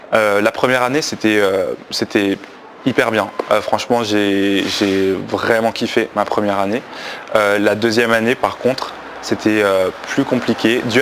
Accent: Belgium; Donc j'ai grandi en Belgique du coup, j'ai eu une enfance assez normale avec ma famille qui est chrétienne et donc tous les dimanches on allait à l'église

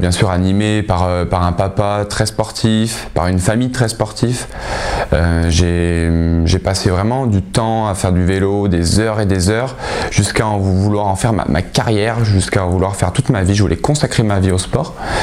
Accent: Oyonnax, Auvergne-Rhône-Alpes, France; j'ai 22 ans, je suis originaire de Oyonnax dans le département de l'Ain.

